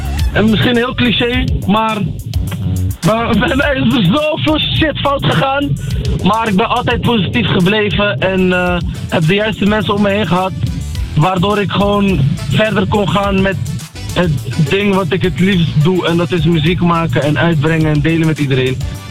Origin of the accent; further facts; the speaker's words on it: Berkane, Oriental, Morocco; now in Netherlands; Dat is de regio waar ik vandaan kom, uit Marokko, Berken. En Berken staat heel erg gekend om de sinaasappels.